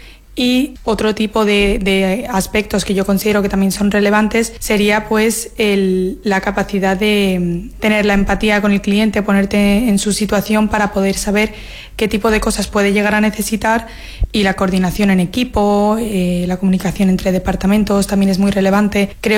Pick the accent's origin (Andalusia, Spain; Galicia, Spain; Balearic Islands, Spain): Balearic Islands, Spain; Ibiza; yo por suerte soy de aquí, de Ibiza